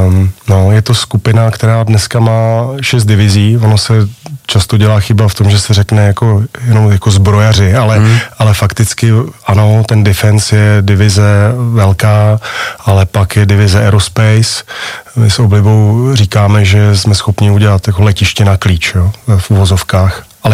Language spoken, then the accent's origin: Czech; Ostrava, Moravian-Silesian Region, Czechia; Jako Ostravák, Tatrovka pro mě byla, prostě to byl legendární vůz